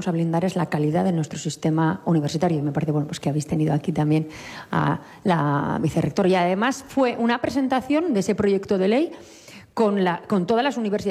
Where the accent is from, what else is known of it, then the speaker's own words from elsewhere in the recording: Navarre, Spain; los navarros somos plurales, diversos, navarros que se sienten vascos, navarros que se sienten del mundo, navarros que se sienten solo navarros que se sienten navarros y españoles.